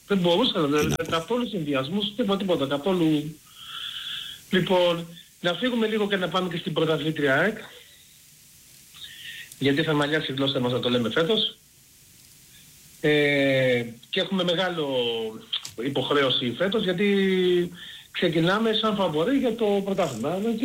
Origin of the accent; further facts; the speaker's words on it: Greece; σαν Έλληνας